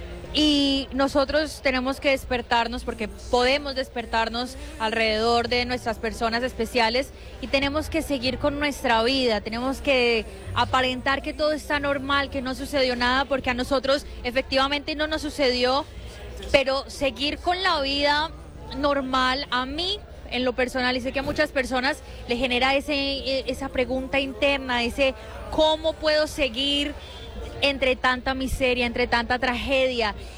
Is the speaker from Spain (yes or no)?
no; Colombia; Nosotros seguimos siendo hermanos, seguimos siendo colombianos, seguimos siendo hijos de nuestra tierra, hijos de este sol, de este hermoso lugar que nosotros llamamos Colombia.